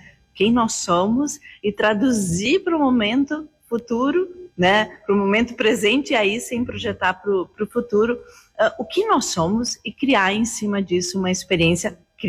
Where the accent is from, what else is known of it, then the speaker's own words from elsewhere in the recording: Rio Grande do Sul, Brazil; born there; moved away as an adult; also born or lived in Porto Alegre / Bento Gonçalves / Garibaldi; Eu quis voltar e justamente para contribuir com o desenvolvimento dessa região, né? Onde eu nasci